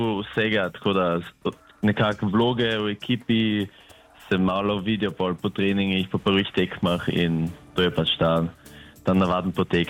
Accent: Eisenkappel, Carinthia, Austria; also born or lived in Klagenfurt; now in Graz, Austria; Ker smo v bistvu iz Železne Kaplje oziroma Celovca, je zdaj seveda bliže domovini, da sem v Gracu, imam pa tle tudi stanovanje od kluba, tako da živim v Gracu od zdaj naprej.

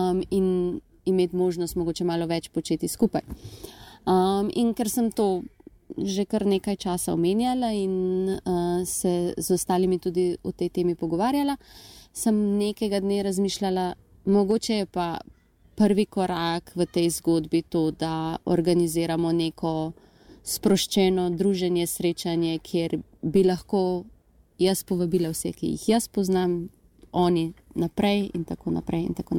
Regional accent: Ljubljana, Central Slovenia, Slovenia; moved away as an adult; now in Graz, Austria; in prihajam iz Ljubljane. V Grad sem prvič prišla na Erasmus študij, prevajalstvo.

